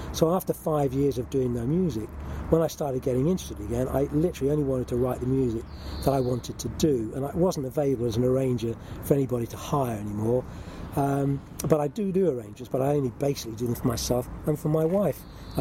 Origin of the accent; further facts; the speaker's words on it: Slough, South East England, United Kingdom; born there; now in Ascot, United Kingdom; I was born in Slough, and I live in Ascot.